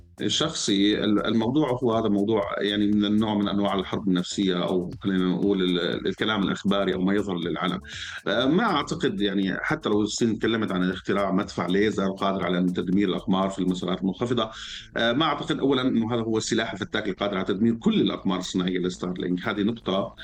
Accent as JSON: {"language": "Arabic", "country": "Syria", "said": "لكن يبدو لنا كنحن كدولة ممكن يعني في سوريا أو أنا كمواطن سوري فيني أعتبر ممكن هذه المنافسة تكون بالنسبة إلي هي فرصة صراحة"}